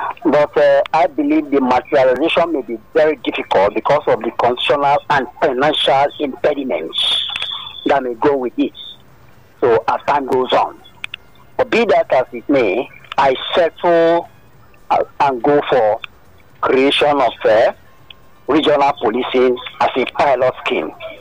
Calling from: Lagos, Nigeria; I'm calling from Abaoja in Ikotun.

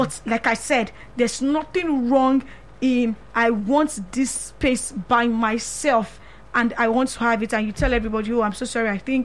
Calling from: Abuja, Federal Capital Territory, Nigeria; And I'm calling from Abuja.

